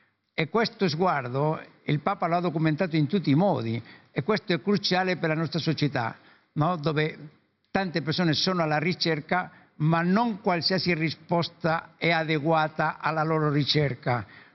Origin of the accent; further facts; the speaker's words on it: Madrid, Community of Madrid, Spain; Io sono di Madrid